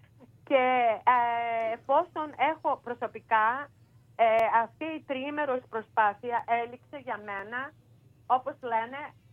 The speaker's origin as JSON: {"language": "Greek", "town": "Thessaloniki", "region": "Central Macedonia", "country": "Greece", "moved": "yes", "lives_now": "United States", "said": "η μόνη πολίτης Ελληνοαμερικανίδα που κατάγομαι από την Θεσσαλονίκη, την κυρίω Ελλάδα"}